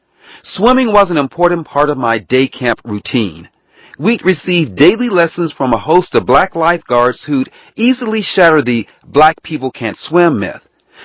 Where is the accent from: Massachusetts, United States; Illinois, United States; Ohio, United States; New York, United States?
Illinois, United States; Chicago; also born or lived in Detroit; I was born in Detroit and raised in Chicago, but I spent many summers in the former with my dad's side of the family.